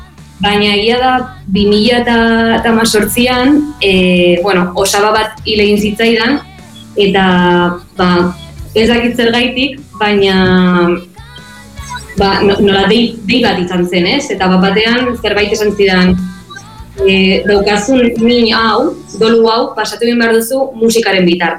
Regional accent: Vitoria-Gasteiz, Basque Country, Spain; first language Spanish; Basque is a second language; moved away as an adult; now in Barcelona, Spain; Gasteiztarra naiz, baina duela mala urte etorri nintzen Bartzelonara ikastera, eta momentuz hemendik nabil, baina bueno, nik beti esaten dut Gasteiztarra naizela eta euskalduna naizela

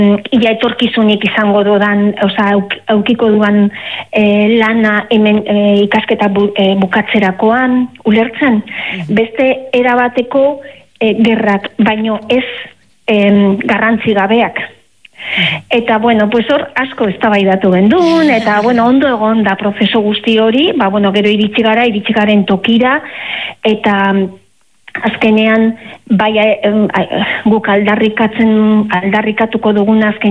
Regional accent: Basque Country, Spain; bizkaitarra naiz

